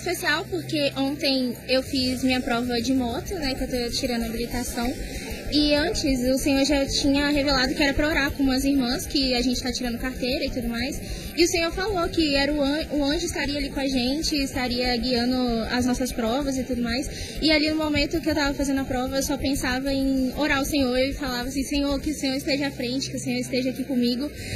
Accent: Colatina, Espírito Santo, Brazil; Eu sou de Colatina, aqui no Espírito Santo.

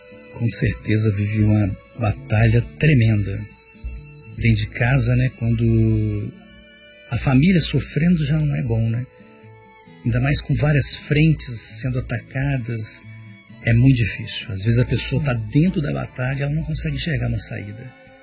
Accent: Aimorés, Minas Gerais, Brazil; born there; Aimorés, onde eu nasci.

